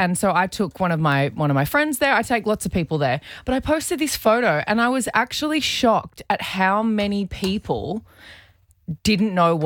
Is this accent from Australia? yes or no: yes; Queensland, Australia; because Queensland people are a little bit behind, a little bit backwards, and I can say that because I'm from Queensland.